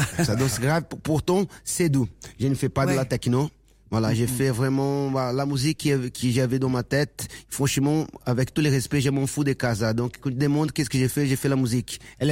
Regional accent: Brazil; French is a second language; moved away; c'est seulement parce que je viens de Brésil?

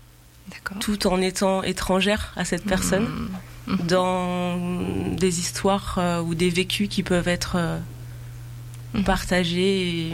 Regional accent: France; Je suis française

